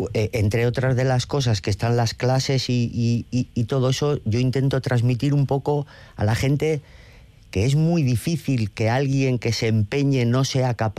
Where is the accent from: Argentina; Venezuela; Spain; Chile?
Spain; Ortuella, Basque Country; yo soy de Ortuella, que es un pueblo pues absolutamente obrero, fruto de la inmigración.